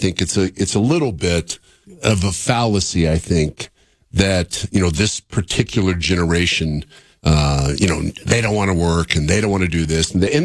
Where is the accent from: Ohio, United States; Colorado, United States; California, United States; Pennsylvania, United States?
Colorado, United States; Lakewood; I grew up in Lakewood. Right off West Colfax, my mom and dad rented half of a duplex. The duplex was about 900 square feet.